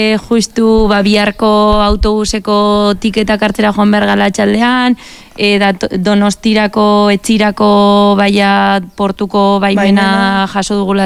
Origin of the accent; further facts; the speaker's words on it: Tolosa, Basque Country, Spain; Tolosarra naiz ni, eta Tolosako ba, euskararen historia